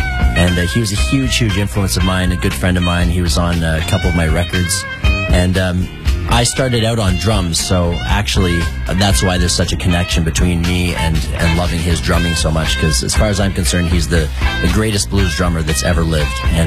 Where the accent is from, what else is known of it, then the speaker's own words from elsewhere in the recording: Ottawa, Ontario, Canada; I was 15 years old here in my hometown of Ottawa.